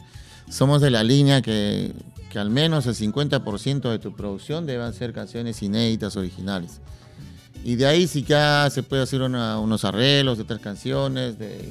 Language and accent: Spanish; Arequipa, Peru; Vengo de papá que toca guitarra, mamá que canta, cusqueño mi viejito, apurimeña mi mamá, crecí en Arequipa